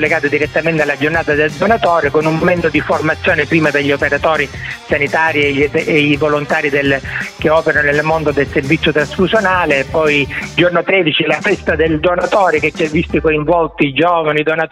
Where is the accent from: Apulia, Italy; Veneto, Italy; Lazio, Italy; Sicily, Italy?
Sicily, Italy; Catania; No, è vero, sì, non è proprio delle nostre parti del catanese, è Palermo, del palermitano, no?